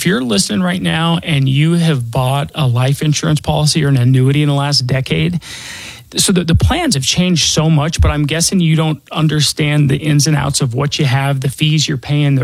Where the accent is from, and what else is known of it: Denver, Colorado, United States; born or raised there